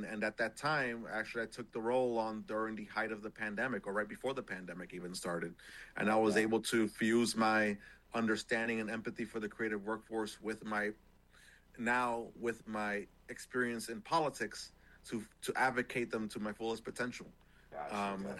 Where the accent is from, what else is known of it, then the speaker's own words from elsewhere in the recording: New York City, New York, United States; So being able to walk into Harlem Week right now for the first time for me as a New Yorker